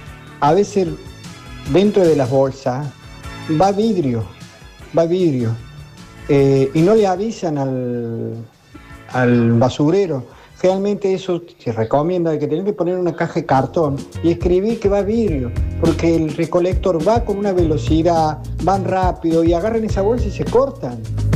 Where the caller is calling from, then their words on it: Córdoba, Argentina; Soy de acá, de Barrio Aragón o Barrio San Jorge.